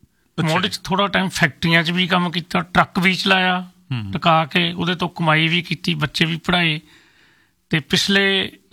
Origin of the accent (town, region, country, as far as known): Punjab, India; moved away as an adult; now in Canada